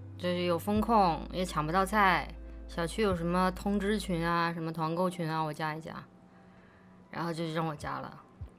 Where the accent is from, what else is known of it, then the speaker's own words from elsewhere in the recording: Chongqing, China; moved away; 因为我是重庆长大啊